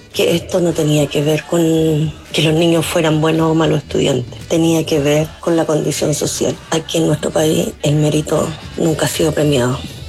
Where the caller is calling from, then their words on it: Maipú, Santiago Metropolitan Region, Chile; de Maipú.